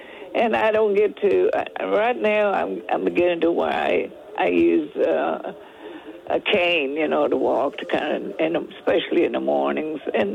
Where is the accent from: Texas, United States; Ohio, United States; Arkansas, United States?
Texas, United States; Freiburg; born there; From Schulenburg. I was born out in Freiburg, Texas. That's out in the country. And, we didn't have a car until I was about 9 years old.